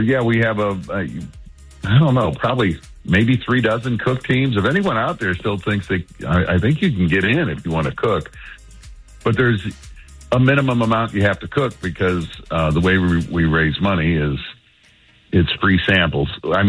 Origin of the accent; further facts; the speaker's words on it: Millstadt, Illinois, United States; now in St. Louis, United States; I grew up in the east side. I'm from Millstadt, Illinois, and that's why I'm calling in today.